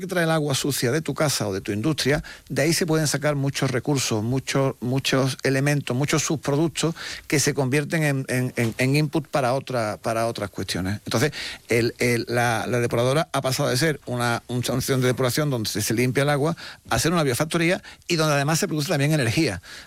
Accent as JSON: {"language": "Spanish", "country": "Spain", "said": "lo que sí hacemos bien los españoles es, cuando nos dan una nota de que hay que ahorrar agua y tal, hacerlo."}